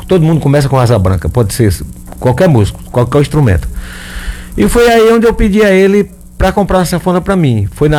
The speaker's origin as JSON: {"language": "Portuguese", "town": "Cariús", "region": "Ceará", "country": "Brazil", "tie": "born or raised there", "said": "fazia uns forrozinhos pé de serra lá no meu interior, que é Cariús, Ceará."}